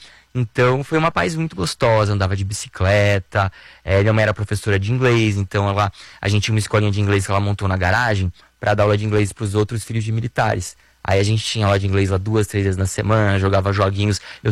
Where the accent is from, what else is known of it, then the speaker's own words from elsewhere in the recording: Italy; now in Brazil; Porque meu marido é português também e eu sou italiano, então a gente poderia, né, morar na Europa tranquilamente